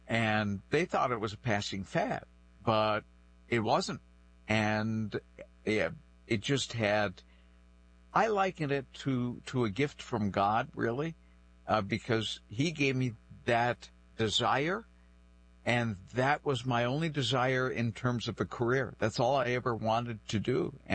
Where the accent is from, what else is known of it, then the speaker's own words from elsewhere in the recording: New Bedford, Massachusetts, United States; born there; first language French; English is a second language; my primary language, not being English, was French. We had a very, very dense Franco-American population in New Bedford at the time, back in the 50s and 60s.